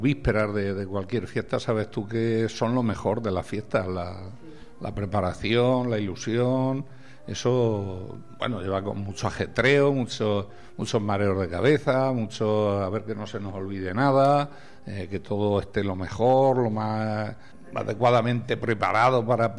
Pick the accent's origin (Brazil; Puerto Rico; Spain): Spain; Caudete, Castilla-La Mancha